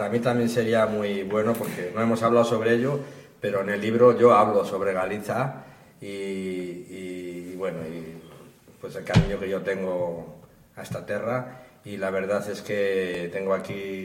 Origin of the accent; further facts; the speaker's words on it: León, Castile and León, Spain; moved away; also born or lived in Basque Country / Galicia; yo soy de León, nací en León y tengo mis recuerdos en León